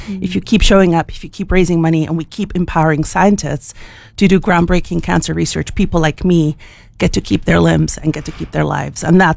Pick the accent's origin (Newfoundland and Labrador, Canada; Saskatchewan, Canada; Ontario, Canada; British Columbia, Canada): British Columbia, Canada; Vancouver; I'm from Vancouver